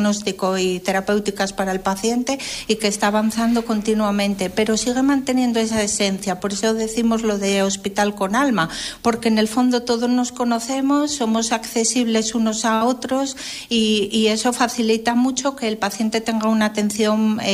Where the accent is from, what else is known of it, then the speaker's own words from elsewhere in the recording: Gijón, Asturias, Spain; now in Avilés, Spain; Yo no soy de Avilés, soy de Gijón. Y bueno, aterricé aquí por circunstancias de la vida, precisamente, bueno, pues por el MIR.